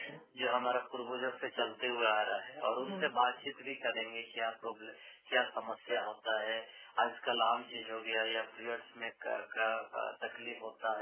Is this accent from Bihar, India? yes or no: no; Chaibasa, Jharkhand, India